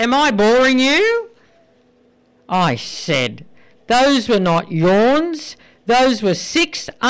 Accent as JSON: {"language": "English", "country": "Ireland", "said": "Remember, I'm Irish."}